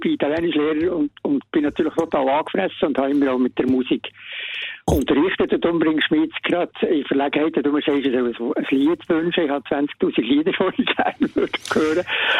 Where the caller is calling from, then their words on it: Bern, Switzerland; Ich bin Berner